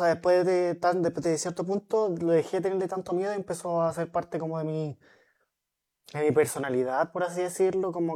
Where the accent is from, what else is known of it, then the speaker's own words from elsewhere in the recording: Tomé, Biobío, Chile; also born or lived in Los Ángeles, Chile / Concepción, Chile; Estudié acá en Tomé toda mi vida, hasta que me fui a Conce, a la universidad. Estudié en la Margarita Nosó, sé que está en el centro, toda la básica, y después pasé al Liceo Vicente Palacios.